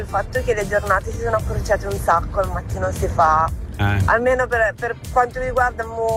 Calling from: Novara, Piedmont, Italy; da Novara

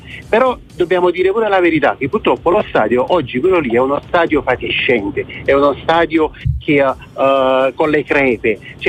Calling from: Naples, Campania, Italy; I napoletani, e dico noi, siamo fatti così.

